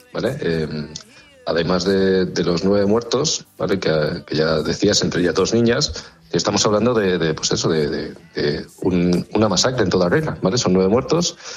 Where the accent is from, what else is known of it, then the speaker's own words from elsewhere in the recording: Extremadura, Spain; que en mi tierra, que en Extremadura, había ocurrido esto. Es decir, yo, a mí, cuando yo era pequeño, digamos, nadie me contaba que había pasado esto.